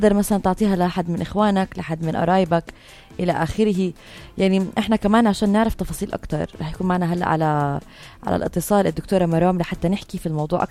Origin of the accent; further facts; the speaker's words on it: Jordan; عندنا بالاردن